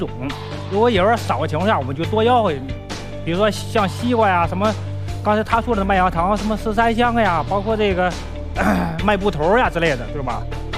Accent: Datong, Shanxi, China; now in Beijing, China; 我老家是山西大同，但是我在北京已经待了20多年了。

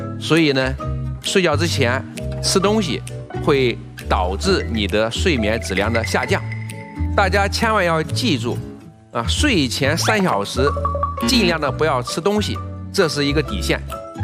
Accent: China

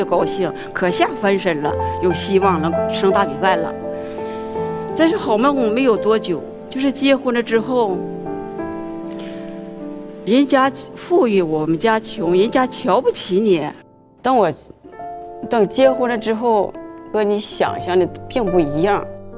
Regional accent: Daqing, Heilongjiang, China; 今年62岁，我来自黑龙江省大庆市。

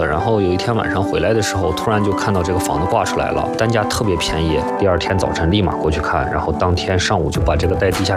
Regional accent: Inner Mongolia, China; moved away as an adult; now in Qingdao, China; 我的老家来自内蒙古，我老婆老家来自河北衡水。2010年我们俩来到青岛，

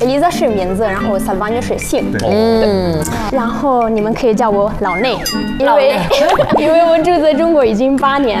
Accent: Italy; now in China; 我是意大利人

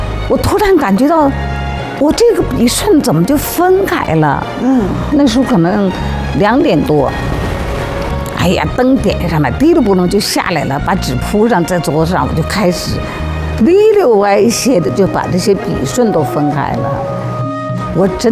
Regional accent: Shandong, China; 我说倒口山东话，我是山东人。这个我可是用上我山东话了。

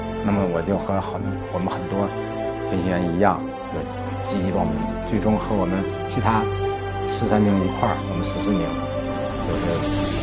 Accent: China

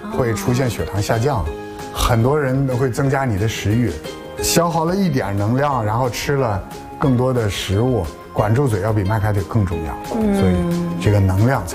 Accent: China; 发了一个我们中国人的方面的一个研究

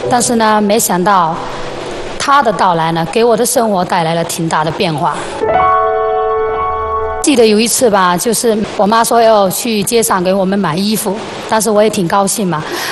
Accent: Fujian, China; 我们是来自福建的，

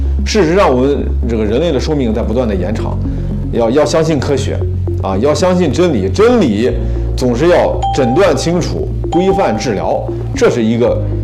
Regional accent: China

